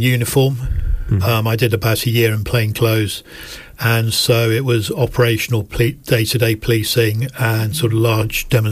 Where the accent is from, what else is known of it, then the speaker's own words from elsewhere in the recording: Scotland, United Kingdom; born there; also born or lived in north of England; now in London, United Kingdom; So home is in London, but I was born in Scotland and I lived for quite a long time in the north of England.